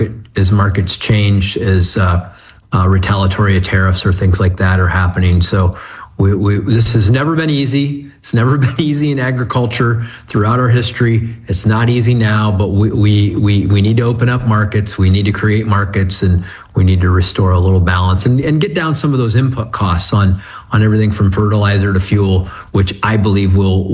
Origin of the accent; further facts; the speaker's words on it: United States; growing up in Williams County, the fair used to be very close to where my high school was